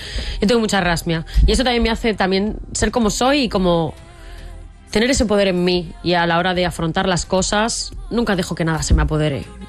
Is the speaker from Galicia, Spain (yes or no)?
no; Zaragoza, Aragon, Spain; born there